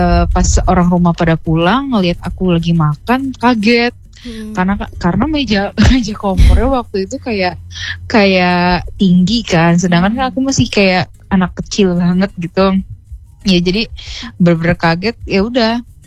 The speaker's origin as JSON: {"language": "Indonesian", "region": "Lampung", "country": "Indonesia", "said": "andalan aku sebagai orang Lampung dan Sunda gitu ya."}